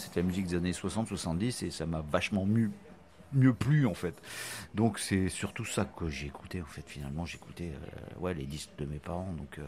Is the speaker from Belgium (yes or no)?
no; Brest, Brittany, France; Ouais, bah, je suis né à Brest, ouais, j'ai passé mon enfance à Brest. Après, j'ai un peu bougé. Voilà, Plougastel, Quimper, puis je suis revenu à Brest pour mes études.